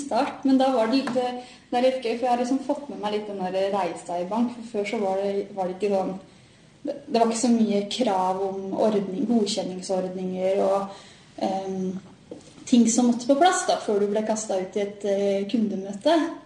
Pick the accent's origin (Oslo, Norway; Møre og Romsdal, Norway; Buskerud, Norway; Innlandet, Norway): Buskerud, Norway; accent: Halling; also born or lived in Nes / Gol; Født og oppvokst I Hallingdal, kan jeg jo si. For jeg jo bodd på Nes egentlig liksom, I starten, og så har jeg vært på Gol de siste årene.